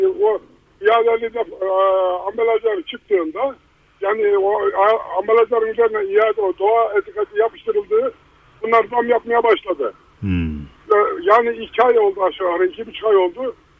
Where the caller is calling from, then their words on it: Ankara, Turkey; Ankara'dan.